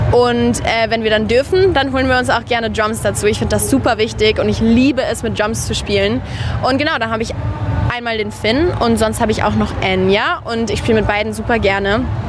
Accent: Karlsruhe, Baden-Württemberg, Germany; Ich komme aus Karlsruhe, das sind dann 1,5 Stunden.

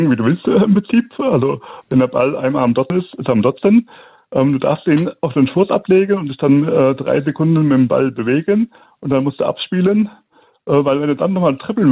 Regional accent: Bavaria, Germany; now in Messel, Germany; Ich bin 2019 nach Messel gezogen, aus Bayern gekommen und war relativ neu im Rollstuhl

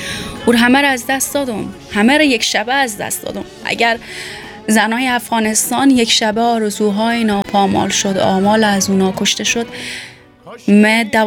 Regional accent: Iran; born there; من حالا به نوعی چون در ایران متولد شدم، ادبیات بسیار غنی فارسی ایران رو دارم

